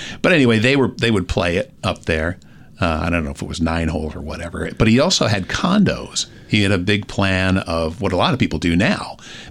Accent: Clinton Corners, New York, United States; moved away; I'm from, if you know where Poughkeepsie is

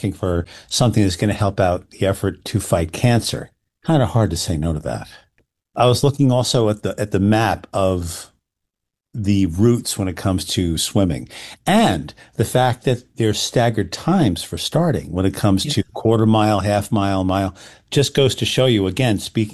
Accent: New York, United States; moved away; I'm from New York.

